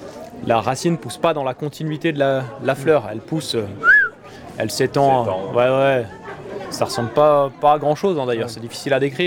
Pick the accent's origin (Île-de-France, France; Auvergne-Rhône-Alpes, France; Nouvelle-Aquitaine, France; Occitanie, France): Auvergne-Rhône-Alpes, France; On a fait quasiment 5 heures de bagnole, on vient de Savoie.